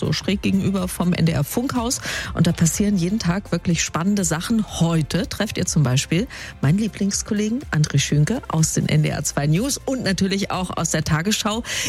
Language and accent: German; Hanover, Lower Saxony, Germany; ich komme ja aus Hannover.